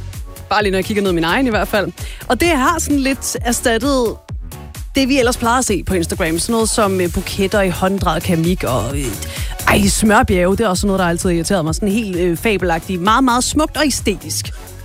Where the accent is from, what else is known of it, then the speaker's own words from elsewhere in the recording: Zealand, Denmark; jeg er selv fra Falster